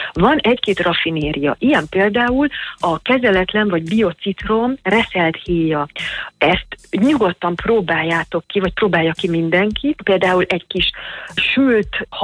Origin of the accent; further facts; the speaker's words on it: Hungary; Tehát, hogyha én magyarként így kezdeném a reggelit, és úgy folytatnám, ahogy Magyarországon megszoktam